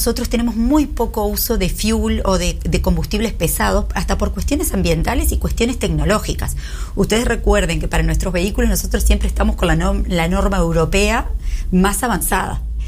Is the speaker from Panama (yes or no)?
no; Uruguay; soy uruguaya, represento a todos los uruguayos